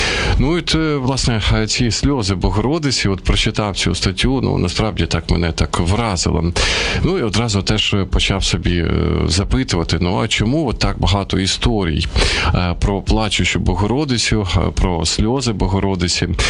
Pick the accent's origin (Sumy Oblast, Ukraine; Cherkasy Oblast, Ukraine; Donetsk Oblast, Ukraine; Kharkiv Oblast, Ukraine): Sumy Oblast, Ukraine; Sumy; now in Kyiv, Ukraine; в моїх рідних Сумах